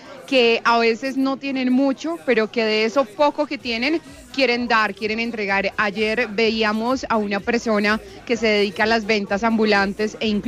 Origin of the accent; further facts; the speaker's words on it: Sogamoso, Boyacá, Colombia; Yo de Sogamoso.